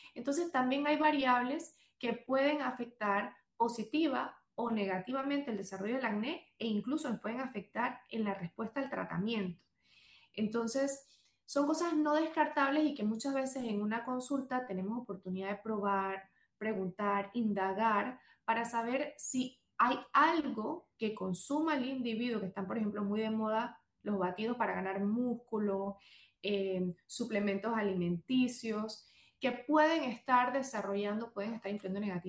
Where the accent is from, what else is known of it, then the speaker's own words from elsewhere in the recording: Panama; no somos coreanos, somos panameños y somos latinos